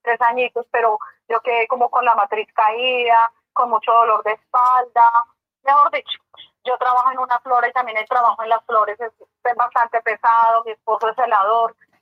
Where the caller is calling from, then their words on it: Facatativá, Cundinamarca, Colombia; estoy llamando aquí desde Facatativá, Cundinamarca.